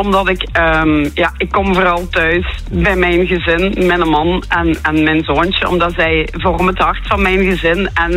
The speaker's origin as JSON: {"language": "Dutch", "region": "Limburg", "country": "Belgium", "said": "ik ben van Limburg, dus Limburgers helpen elkaar maar"}